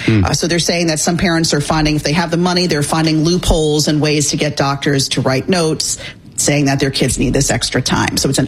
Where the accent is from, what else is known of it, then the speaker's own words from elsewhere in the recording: New York, United States; I'm born and raised in New York. I've never called it the LIRR.